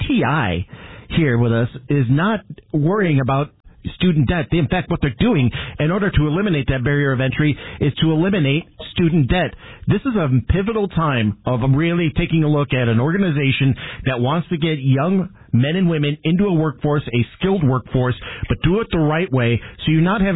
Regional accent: Detroit, Michigan, United States; now in Southern Nevada, United States; And I've lived in Southern Nevada for 30 years, but I grew up in Detroit.

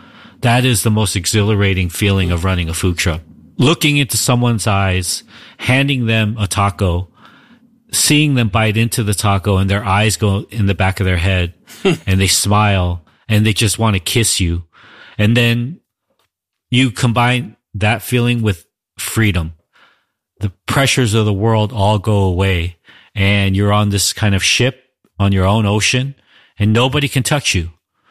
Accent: Los Angeles, California, United States; So the thing about where we are, we're from Los Angeles. We're specifically from the central region of Los Angeles, the city, Koreatown, East Hollywood, Pico Union, Mid-City.

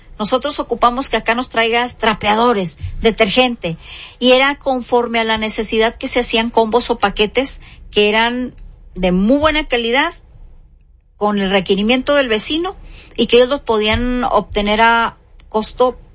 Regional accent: Monterrey, Nuevo León, Mexico; los regiomontanos, los que sí somos de Monterrey

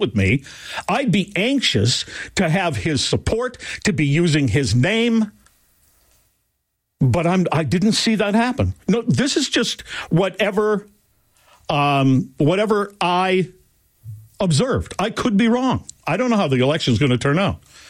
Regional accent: Manitoba, Canada; also born or lived in United States; Some people even think I'm American, but I'm not. I'm from Manitoba.

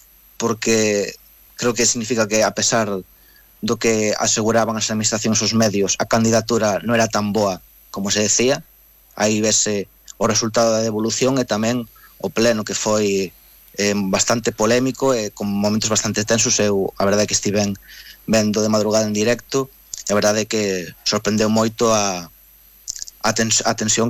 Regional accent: Monforte de Lemos, Galicia, Spain; also born or lived in Pobra do Brollón; eu nacín en Pobra do Brollón e vivo en Monforte dende hai moito tempo, criei-me ali.

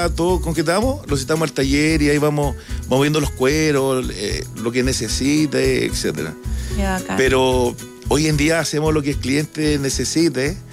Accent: Chile; somos chilenos. Somos chilenos

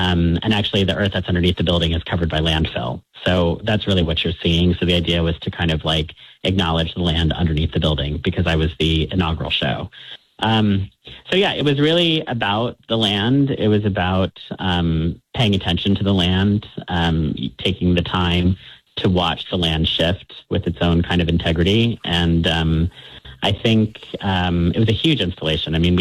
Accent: Colorado Springs, Colorado, United States; born there; also born or lived in North Carolina / Germany / New Jersey / Korea; I was born in Colorado Springs, and then I moved to North Carolina. Then we lived in Germany for 5 years, and then back to New Jersey for 5 years, and then we moved to Korea for 3 years, and then back to Maryland

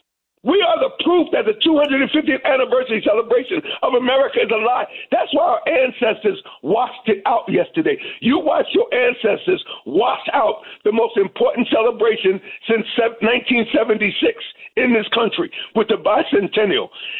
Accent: New York, United States; You know, the sad thing is I'm from New York, so I'm kind of out of place when I'm in the Bay Area.

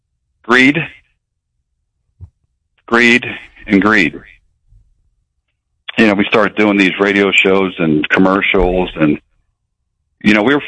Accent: Calumet City, Illinois, United States; I'm from Chicago. I'm from Calumet City.

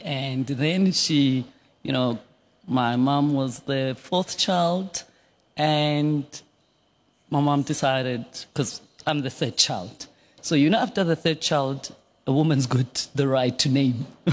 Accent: Atteridgeville, Gauteng, South Africa; born there; So I was born in Atteridgeville. In a very big family, my grandmother's home, we were all living there.

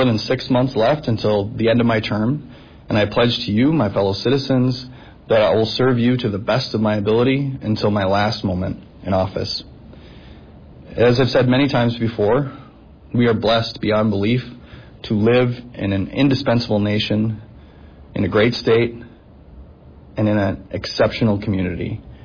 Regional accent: Green Bay, Wisconsin, United States; Growing up in Green Bay, I never dreamed I'd have the honor to serve you, my fellow citizens, as your mayor.

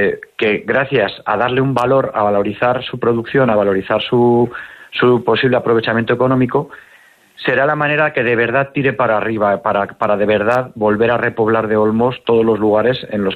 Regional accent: Soria, Castile and León, Spain; estoy yo, que soy soriano, aunque mi empresa está en Burgos, pero yo trabajo en todo el territorio y soy de Soria.

